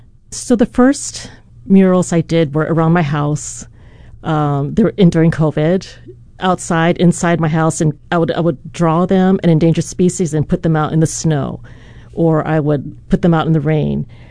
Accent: Hawaii, United States; I grew up in Manoa Stream, trying to build canoes that I always sank with my cousins, and hiking and swimming.

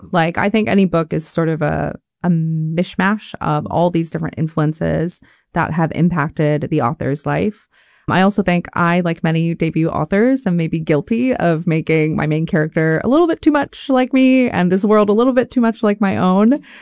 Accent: Hawaii, United States; I grew up on Homestead

